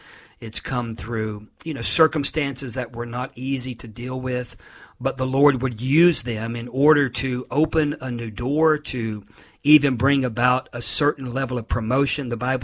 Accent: Florida, United States; moved away; my home state of Florida

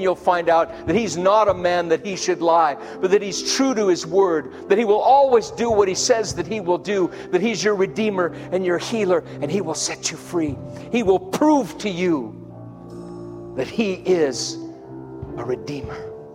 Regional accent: Denver, Colorado, United States; I'm nothing special. I'm white trash from Denver, Colorado. But God took the trash out.

